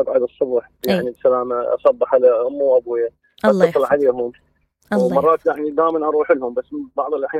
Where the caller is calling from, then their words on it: Karbala, Karbala Governorate, Iraq; والله احنا ما عندنا بكربلاء بس ستو